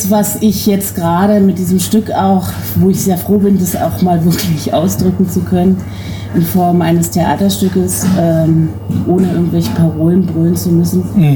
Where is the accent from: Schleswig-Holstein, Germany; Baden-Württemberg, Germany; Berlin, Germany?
Berlin, Germany; ich komme ursprünglich aus Berlin, ich war auf etlichen Demos